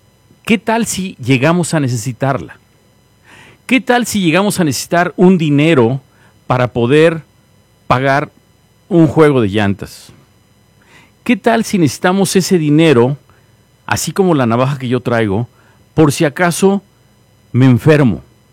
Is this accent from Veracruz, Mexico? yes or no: yes; Gutiérrez Zamora, Veracruz, Mexico; Yo soy de Veracruz, de Gutiérrez Zamora, Veracruz, el norte de Veracruz está a 2 horas del puerto. En ese lugar existen cosechas de naranja, de plátano, de mandarina. Es un paraíso